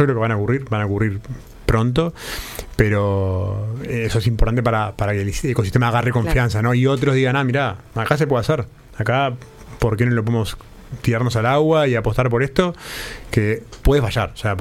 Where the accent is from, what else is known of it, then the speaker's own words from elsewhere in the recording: Uruguay; yo soy generación 2006 de Facultad de Ciencias, somos una cantidad de los científicos de mi generación que nos quedamos a vivir y a trabajar en Uruguay.